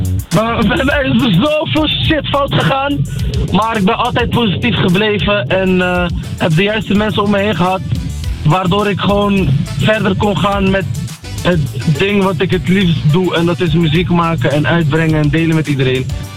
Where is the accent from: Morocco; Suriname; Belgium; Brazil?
Morocco; Berkane, Oriental